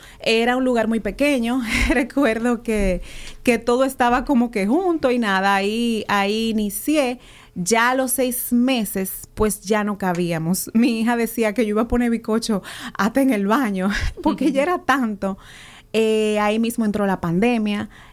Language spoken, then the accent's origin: Spanish; Dominican Republic; moved away as an adult; Yo nací aquí, pero me crié toda mi vida en República Dominicana, donde estudié, me formé. Y hice vida adulta y pequeña. Vine en el 2019, más o menos mayo.